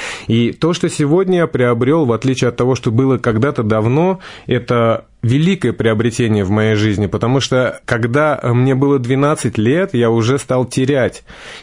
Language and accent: Russian; Moscow, Russia; Да, мы москвичи